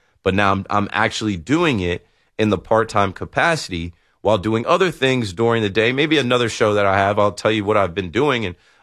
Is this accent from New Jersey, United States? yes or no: yes; New Jersey, United States; I'm not from New York. I'm from New Jersey.